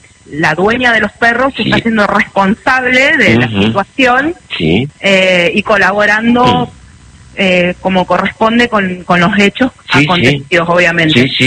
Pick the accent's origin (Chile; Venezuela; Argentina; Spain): Argentina; Macachín, La Pampa; born there; now in Toay, Argentina; Yo nací en Macachín, pero hace 20 años que estoy acá.